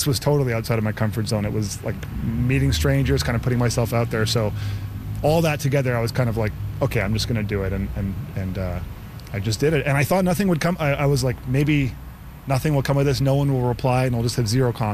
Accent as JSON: {"language": "English", "town": "Victoria", "region": "British Columbia", "country": "Canada", "tie": "born or raised there", "said": "I grew up here in Victoria"}